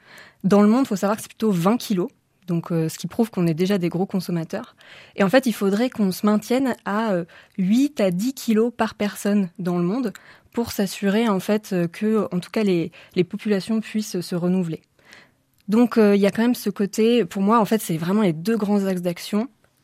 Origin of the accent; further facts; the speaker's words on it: Grenoble, Auvergne-Rhône-Alpes, France; now in Loire, France; Eh ben moi, je suis ligérienne, mais en fait, je suis originaire de Grenoble.